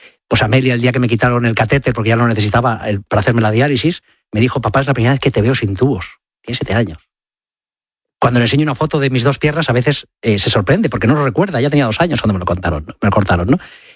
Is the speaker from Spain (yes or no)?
yes; Community of Madrid, Spain; Curiosamente, Sara es gallega, yo soy madrileño, pero yo iba los fines de semana, o sea, los viernes.